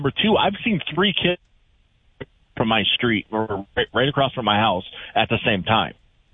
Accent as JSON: {"language": "English", "region": "Minnesota", "country": "United States", "tie": "born or raised there", "said": "I grew up in Minnesota, same town as you"}